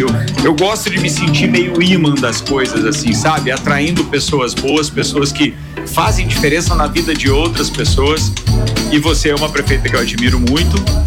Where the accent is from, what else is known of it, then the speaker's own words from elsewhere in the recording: Bom Retiro, Santa Catarina, Brazil; eu sou do Bom Retiro, mas pô, o Cedro tá no meu coração, sem dúvida nenhuma.